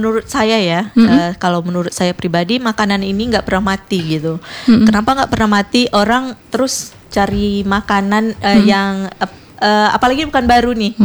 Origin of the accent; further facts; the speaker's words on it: Bengkalis, Riau, Indonesia; now in Pekanbaru, Indonesia; saya asli orang Megalis.